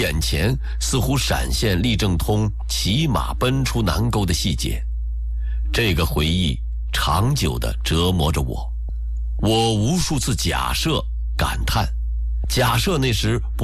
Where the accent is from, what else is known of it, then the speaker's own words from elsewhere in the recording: Pingshan, Hebei, China; 我的家乡河北省平山县距陕西省眉县千里之遥，那时交通十分不便，没有汽车，连马车也不是一路顺通。